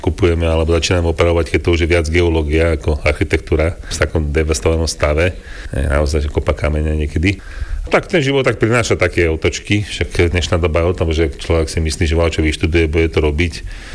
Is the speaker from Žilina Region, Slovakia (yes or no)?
no; Modra, Bratislava Region, Slovakia; now in Banská Štiavnica, Slovakia; Ja som prišiel z Modry a manželka z Liptovského Mikuláša, ale spoznali sme sa na Prírodovedskej fakulte v Bratislave.